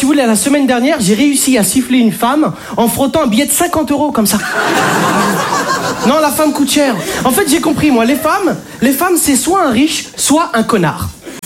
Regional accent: Algeria; mais quelque part je suis algérien.

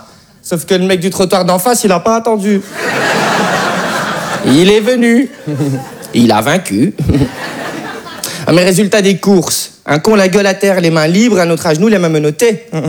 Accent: Belgium; Donc oui, je suis belge. Mais je suis aussi français. Personne n'est parfait. Ouais, j'ai la double nationalité. Je suis à la fois belge et français.

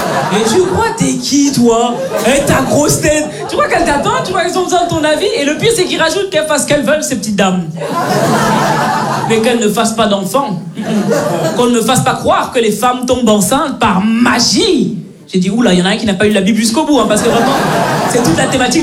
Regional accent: Belgium; born or raised there

